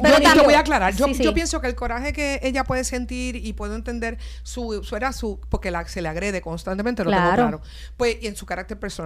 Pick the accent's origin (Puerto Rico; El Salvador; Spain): Puerto Rico; Bayamón; que estudié en la Luis Palen Mato en Bayamón y me crié en Bayamón, sí, en los vaqueros de Bayamón y nací en los indios, así que imagínese, vengo indio y vaquera.